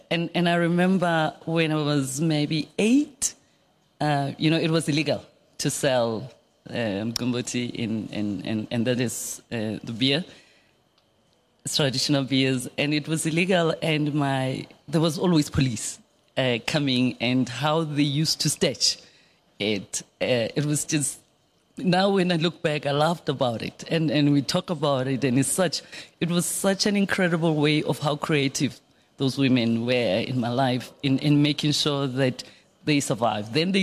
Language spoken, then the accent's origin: English; Atteridgeville, Gauteng, South Africa; So I was born in Attridgeville. In a very big family, my grandmother's home, we were all living there.